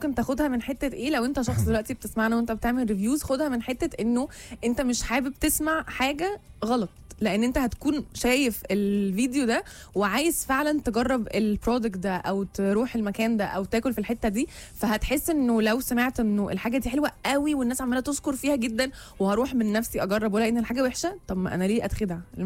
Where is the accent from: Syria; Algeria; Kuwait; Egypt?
Egypt; Upper Egypt; وانا كمان من الصعيد وعمري ما اكلت كده ابدا ابدا.